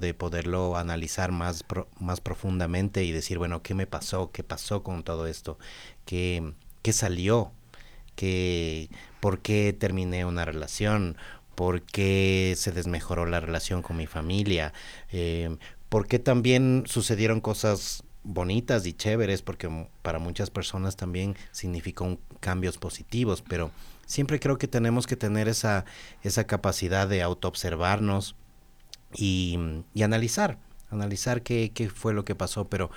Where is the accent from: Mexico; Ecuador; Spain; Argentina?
Ecuador; culturas como la nuestra, como la ecuatoriana